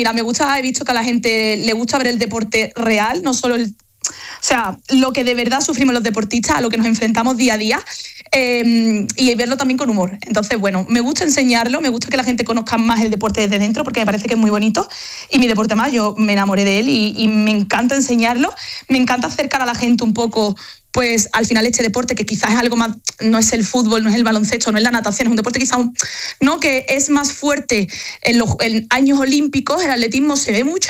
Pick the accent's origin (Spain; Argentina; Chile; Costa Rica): Spain; Andalusia; bueno, tú sabes cómo somos los andaluces.